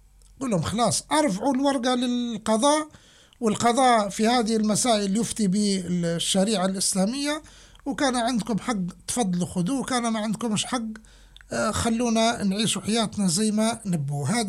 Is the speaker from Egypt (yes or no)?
no; Libya; لك أني كليبي